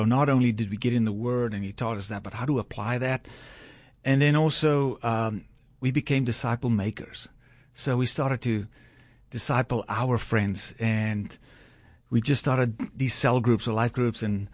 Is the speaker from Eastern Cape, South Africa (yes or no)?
yes; Kirkwood, Eastern Cape, South Africa; Yeah, South Africa. So I grew up in South Africa in a small town called Kirkwood. It's about an hour away from Port Elizabeth.